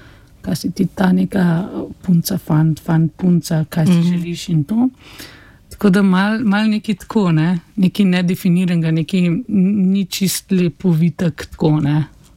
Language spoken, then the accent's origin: Slovenian; Upper Carniola, Slovenia; mi, ko smo bili otroci, jaz sem iz Gorenjske, smo hodili v Lesce